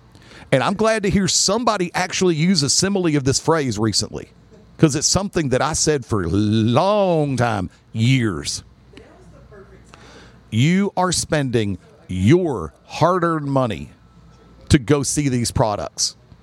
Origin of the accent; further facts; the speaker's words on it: Birmingham, Alabama, United States; now in Pelham, United States; I'm from Birmingham. Now, if I really want to get technical, I will say I am in Pelham.